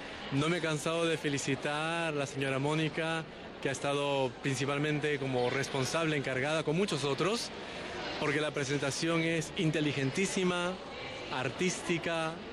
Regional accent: Peru; Yo soy de Perú.

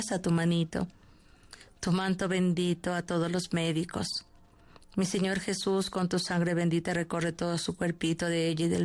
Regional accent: Cañar, Ecuador; Buenas tardes, hermana Rocío. Un gusto saludarla. … de Cañar.

